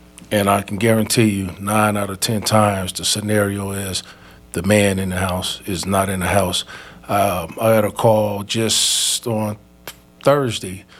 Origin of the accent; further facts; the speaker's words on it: Gary, Indiana, United States; moved away; also born or lived in Chicago, Illinois; I hail from, I was born and raised in Gary, Indiana, in Chicago.